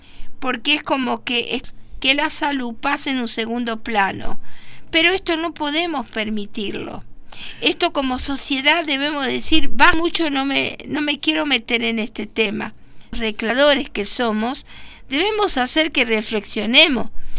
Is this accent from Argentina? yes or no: yes; Argentina; nos preocupa como también, ciudadanos, como argentinos.